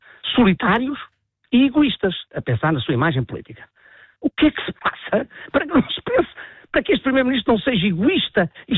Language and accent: Portuguese; Portugal; E eu, como português, digo, a quem é que eu apelo?